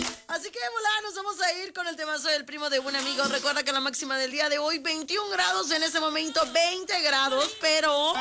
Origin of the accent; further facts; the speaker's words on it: Mexico; Somos mexicanos